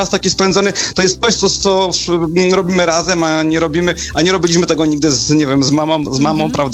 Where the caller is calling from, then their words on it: Kraków, Lesser Poland, Poland; jesteśmy z Krakowa